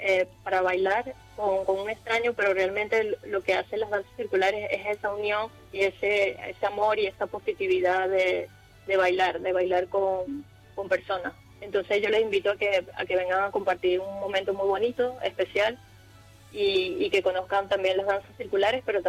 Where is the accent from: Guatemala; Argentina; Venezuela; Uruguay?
Venezuela; now in Ceuta, Spain; Yo soy venezolana y llevo más de 4 años danzando con la asociación.